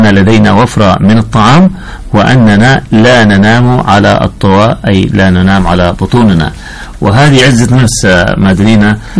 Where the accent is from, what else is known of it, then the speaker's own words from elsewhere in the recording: Hadramaut, Yemen; عندنا في حضرموت